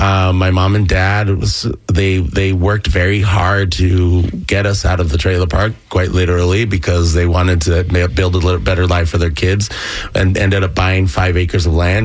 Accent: Sahuarita, Arizona, United States; also born or lived in Pomona, California; And I grew up in Arizona, a little small town called Sahuarita, little desert town. When I lived there, it was a town of about maybe a little over 1,000 people. Very, very small, little rural town.

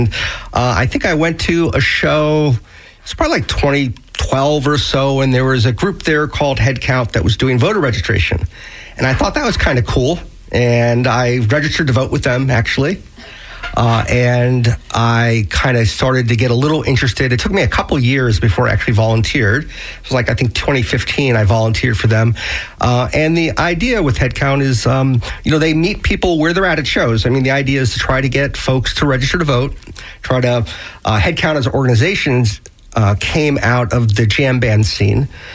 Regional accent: Miami, Florida, United States; moved away as an adult; So I grew up in Miami. Like a typical 18-year-old moved out of Miami when I was 18 and went to college.

